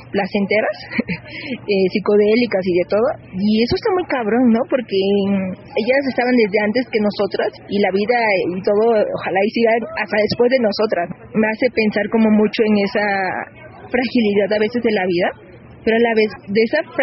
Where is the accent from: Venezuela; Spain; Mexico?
Mexico; Veracruz; moved away; me recuerda mucho como a mi infancia en Veracruz.